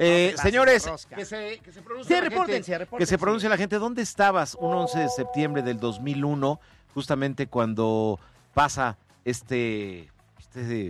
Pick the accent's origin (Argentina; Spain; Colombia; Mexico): Mexico; Papá, yo soy mexicano. No, pues es que amo mi patria